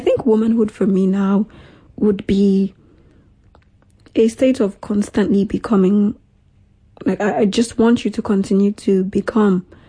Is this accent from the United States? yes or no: no; Nigeria; I think the response they expect me to give as a Nigerian girl speaking to a Nigerian man who needs you to look at me as wife material is